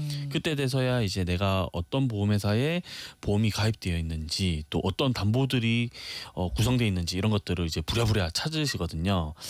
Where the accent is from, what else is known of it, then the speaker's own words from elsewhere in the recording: Busan, South Korea; moved away; 고향이 부산이고 또 부모님들 다 부산에 계시기 때문에